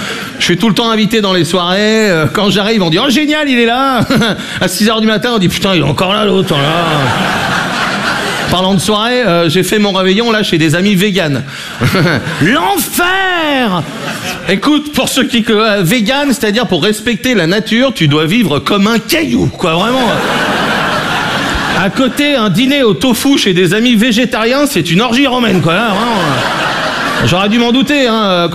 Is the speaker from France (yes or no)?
yes; Brittany, France; je suis breton, j'ai 20 ans.